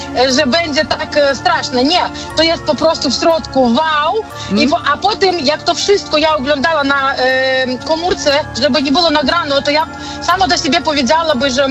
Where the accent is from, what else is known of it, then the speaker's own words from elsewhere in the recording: Belarus; Polish is a second language; I mówię, o Boże, bo ja jestem z Białorusi, ja nie jestem z Polski.